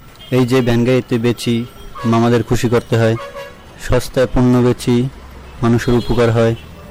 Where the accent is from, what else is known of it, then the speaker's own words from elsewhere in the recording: Manikganj District, Dhaka Division, Bangladesh; moved away as an adult; now in Dhaka, Bangladesh; মানিকগঞ্জ জেলার দৌলদি উপজেলার বাচ্চামরা গ্রাম।